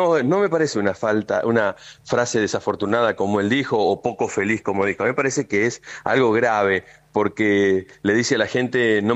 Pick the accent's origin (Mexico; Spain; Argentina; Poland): Argentina; lo que pasa a otro argentino